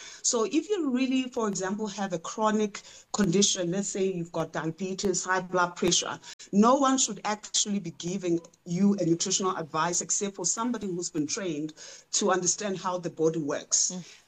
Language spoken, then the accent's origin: English; Eastern Cape, South Africa; for example, myself, I'm closer from the Eastern Cape. Umngqusho is part of what I eat.